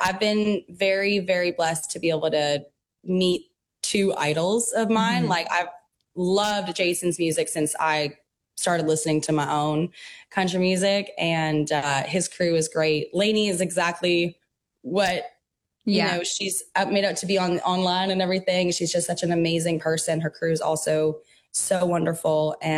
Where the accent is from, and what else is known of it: Abbotsford, British Columbia, Canada; born or raised there